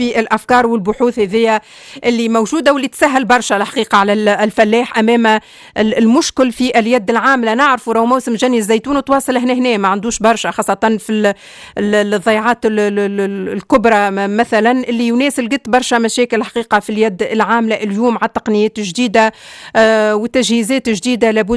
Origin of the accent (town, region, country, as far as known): Tunisia